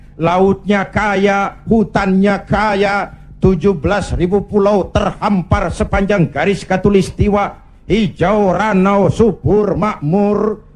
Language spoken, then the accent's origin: Indonesian; Indonesia; Kita rakyat Indonesia